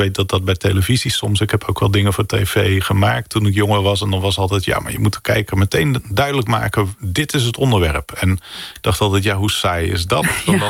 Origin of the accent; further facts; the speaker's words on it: North Brabant, Netherlands; ik kom ook uit Brabant en daar, en in de traditie van de kunst is er ook wat meer.